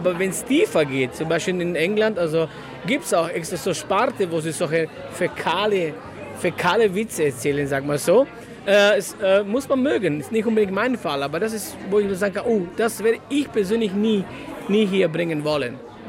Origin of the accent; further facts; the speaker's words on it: Croatia; German is a second language; now in Germany; Ribica heißt es in Kroatien.